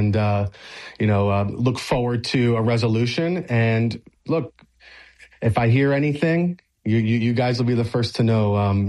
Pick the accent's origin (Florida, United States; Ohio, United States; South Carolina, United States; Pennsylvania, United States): Florida, United States; Miami; So I'm born and raised in Miami. I'm a Dolphins fan.